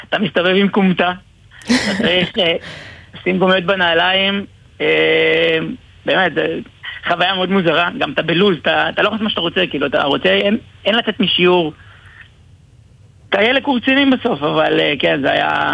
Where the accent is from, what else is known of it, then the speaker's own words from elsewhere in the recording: Lod, Central District, Israel; גדלתי בלוד.